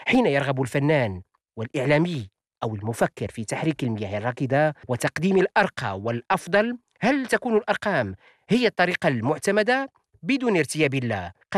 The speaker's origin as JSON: {"language": "Arabic", "town": "Sefrou", "region": "Fès-Meknès", "country": "Morocco", "said": "أتجول وسط صفرو وأستمع بتركيز، وتعمدت هنا ذكر اسم صفرو لأني مثل … مجبر أنني انهز بمدينتي."}